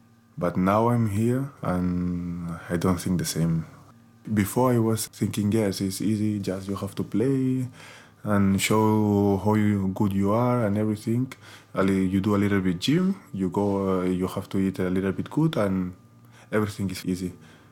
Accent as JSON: {"language": "English", "town": "Santa Coloma de Farners", "region": "Catalonia", "country": "Spain", "tie": "born or raised there", "second_language": "English", "said": "But I started in my hometown, in Centre de Sport Farnés. And after that I do my next step to my neighbor town called Riu de Arenas."}